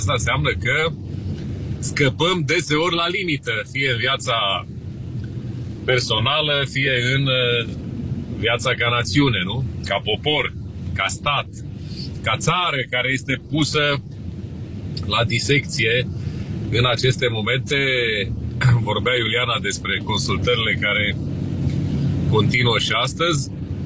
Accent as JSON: {"language": "Romanian", "country": "Romania", "said": "noi ca români într-un stat român"}